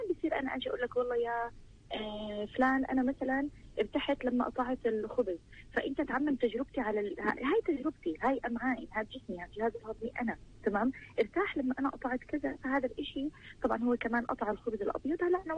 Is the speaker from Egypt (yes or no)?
no; Palestine; بالذات عندنا بفلسطين، لانه عندنا وعي وعندنا نسبة متعلمين جدا عالية